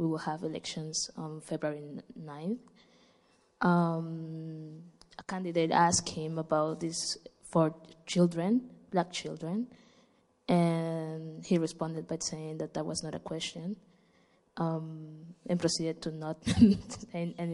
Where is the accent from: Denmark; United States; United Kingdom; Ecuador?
Ecuador; Thank you. … I'm from Ecuador.